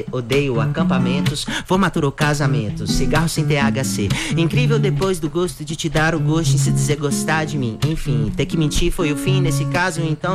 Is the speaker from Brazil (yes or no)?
yes; Belo Horizonte, Minas Gerais, Brazil; Eu sou da zona leste de Belo Horizonte, de um bairro que chama São Geraldo.